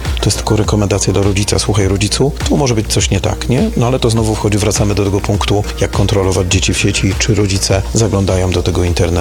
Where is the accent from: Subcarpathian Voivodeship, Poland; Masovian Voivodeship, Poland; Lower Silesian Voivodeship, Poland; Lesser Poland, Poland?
Masovian Voivodeship, Poland; Radom; born or raised there